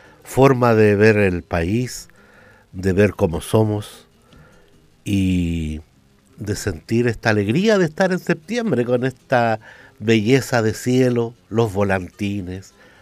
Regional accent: Chile; ¿Cómo somos los chilenos?

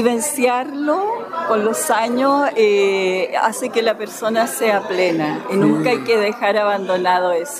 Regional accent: Valparaíso, Chile; Yo soy porteña, de Valparaíso, del Cerro Alegre.

